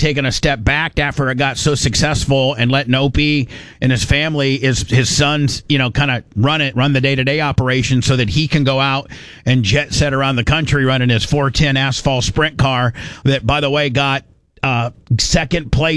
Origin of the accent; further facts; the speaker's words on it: Indiana, United States; Growing up in Indiana, my dad took me to like five or six of the races